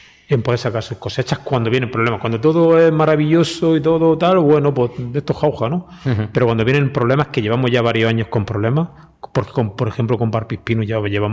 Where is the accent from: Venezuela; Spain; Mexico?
Spain; Adra, Andalusia; El otro día me acerco allí por mi pueblo, yo soy de Adra